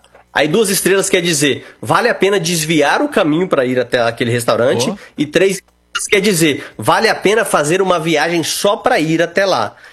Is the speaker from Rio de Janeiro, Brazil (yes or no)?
no; Brasília, Federal District, Brazil; eu sou de Brasília